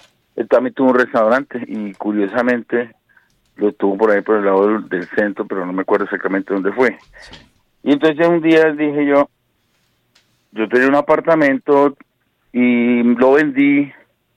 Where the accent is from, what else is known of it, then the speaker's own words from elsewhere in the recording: Guamo, Tolima, Colombia; also born or lived in Ortega; now in Bogotá, Colombia; mi papá era del Tolima, yo nací en un pueblo chiquito llamado Ortega Tolima, me crié en el Guamo, pero llevo 2.580 años, como le digo a mis amigos, aquí en Bogotá.